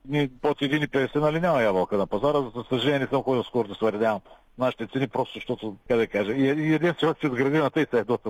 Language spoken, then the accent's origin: Bulgarian; Northeast Bulgaria, Bulgaria; аз поне съм от Североизточна България и там имам си хора